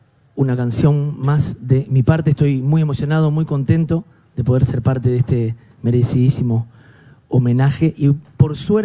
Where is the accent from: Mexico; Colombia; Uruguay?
Uruguay; Montevideo; yo soy de Montevideo, no tengo una cultura campestre.